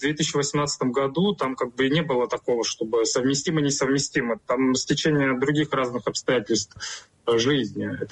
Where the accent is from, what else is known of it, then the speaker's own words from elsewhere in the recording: Russia; moved away as an adult; потому что я сам россиянин, и я до 25 года жил в России.